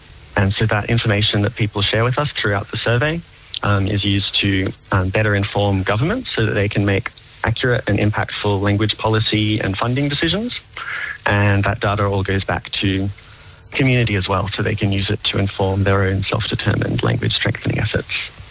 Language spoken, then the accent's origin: English; Canberra, Australian Capital Territory, Australia; also born or lived in Kununurra, Western Australia; But me, I grew up here on Ngunnawal country in Canberra, where Zoe and I are both calling from.